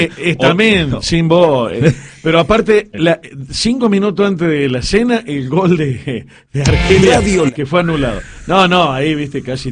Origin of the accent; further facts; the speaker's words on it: Argentina; que somos argentinos.